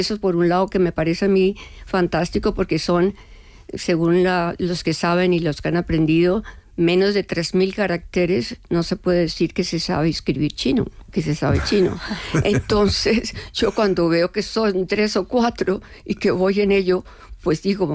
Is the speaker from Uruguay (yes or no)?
no; Colombia; como colombiana de origen, pues con eso del realismo mágico y de García Márquez